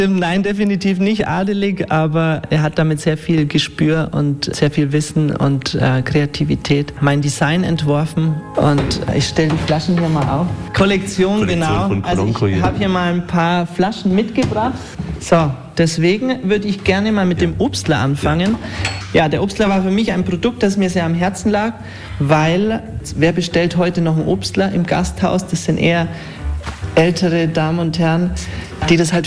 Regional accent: Augsburg, Bavaria, Germany; moved away as an adult; also born or lived in Tuscany / Geisenheim; now in Staufen, Germany; Ich komme ursprünglich aus Augsburg

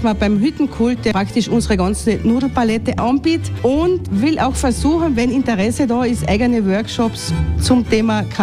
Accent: Carinthia, Austria; Und bei uns in Kärnten darf ein Mädchen erst dann heiraten, wenn sie krändeln kann.

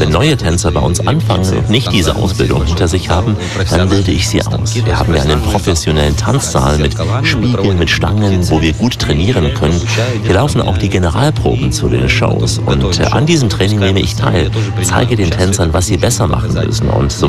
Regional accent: Ukraine; German is a second language; moved away as an adult; now in Turkey; ich bin nach der Choreografieausbildung in der Ukraine hierher gekommen, weil bei uns in der Ukraine, also in meiner Heimat, diese Jobs nicht gut bezahlt werden. Also bin ich in die Türkei gekommen

